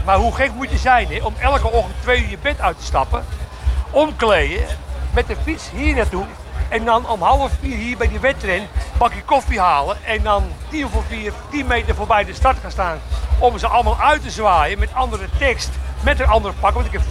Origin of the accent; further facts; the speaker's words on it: Castricum, North Holland, Netherlands; ik kom uit Castricum, Noord-Holland, Castricum aan Zee.